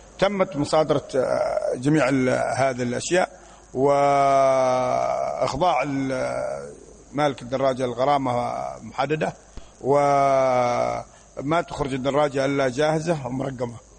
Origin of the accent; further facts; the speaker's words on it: Hadhramaut, Yemen; عندنا في حضرموت